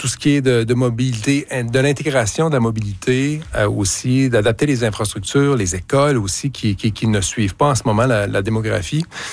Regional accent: Quebec, Canada; Je suis moi-même de Louis Hébert.

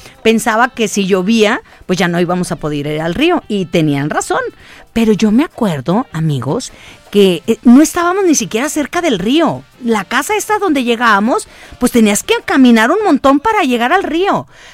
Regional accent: San Sebastián, Jalisco, Mexico; de San Sebastián, municipio de Poncitlán.

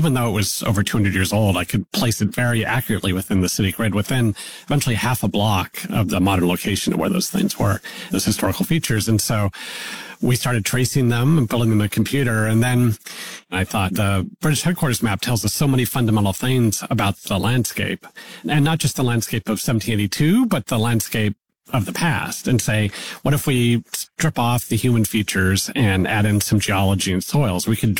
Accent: California, United States; moved away as an adult; now in New York City, United States; I moved to New York City. It was 25 years ago, and I was from Northern California, and I'd only been in New York once before, and I never lived in a big city.

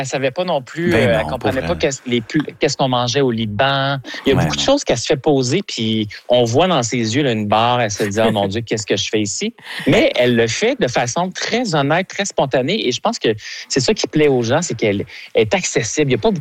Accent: Quebec, Canada; on l'aime, on est Québécois, on veut qu'elle réussisse.

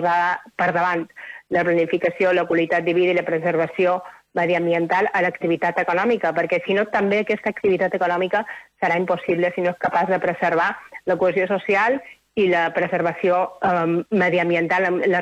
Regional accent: Balearic Islands, Spain; now in Madrid, Spain; Som de Mallorca, però ara estic treballant com a secretària d'Estat a Madrid

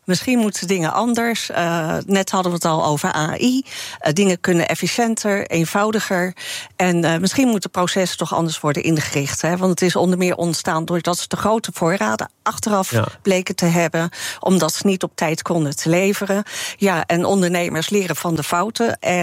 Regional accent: Netherlands; als Nederlander

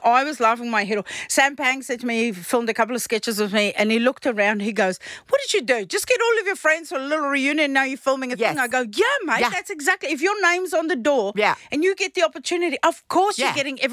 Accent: South Africa; And so I'm South African, I've got a charcoal barbecue outside.

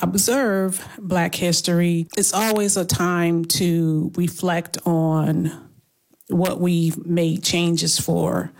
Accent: Buffalo, New York, United States; I grew up in Buffalo in the 70s and 80s.

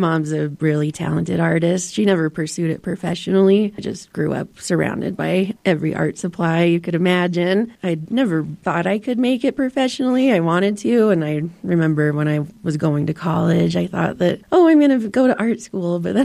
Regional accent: Salt Lake City, Utah, United States; now in Park City, United States; My family is originally from Shiprock, New Mexico. But I grew up in Utah, in Salt Lake, and then moved to Park City 3 years ago.

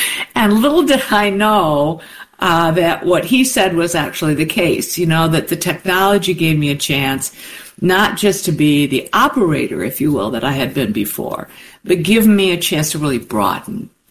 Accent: Detroit, Michigan, United States; and I live in Detroit, you know, born and raised in Detroit.

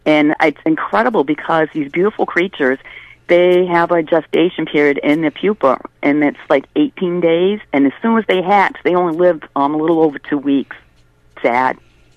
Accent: Webster, Massachusetts, United States; born there; I am from Webster, and originally from Webster, and … is from Dudley.

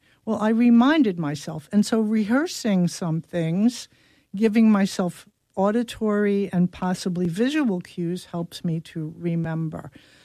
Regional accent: Brooklyn, New York, United States; Largely influenced by my Italian grandmother, who I spent every Sunday with growing up in Brooklyn.

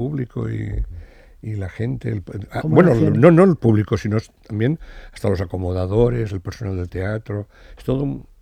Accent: Sitges, Catalonia, Spain; yo soy de Sitges, entonces en Sitges hacía un festival de teatro muy importante

